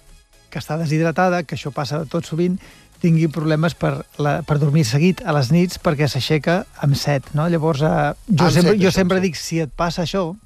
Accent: Les Preses, Catalonia, Spain

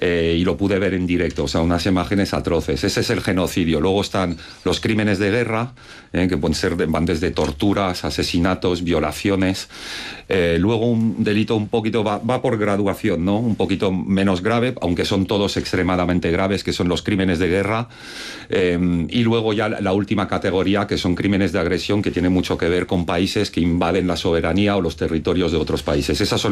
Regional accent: France; Yo me acuerdo, como francés, haber vivido en directo el genocidio ruandés.

